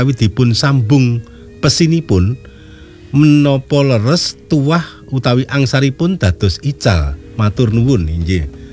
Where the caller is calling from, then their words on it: Bawen, Central Java, Indonesia; Nderek nepangaken … saking Bawen.